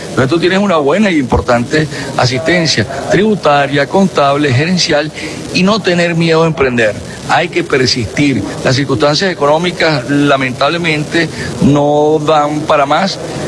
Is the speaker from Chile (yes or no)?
no; Venezuela; Somos venezolanos, somos usuarios, somos consumidores y estamos aquí